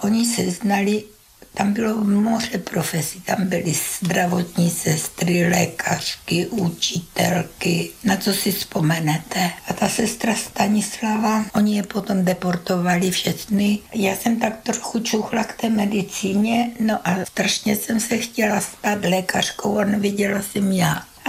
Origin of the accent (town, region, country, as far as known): Kozlovice, Moravian-Silesian Region, Czechia; born there; also born or lived in Nová Bystrica, Slovakia